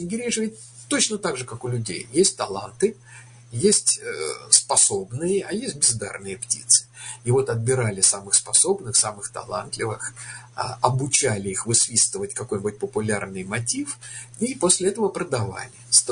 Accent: Moscow, Russia; на Арбате, я там вырос, на Арбате, в арбатских переулках.

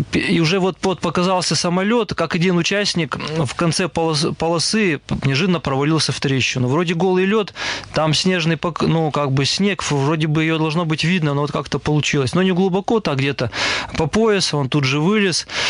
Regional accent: Perm, Perm Krai, Russia; и я один из Перми

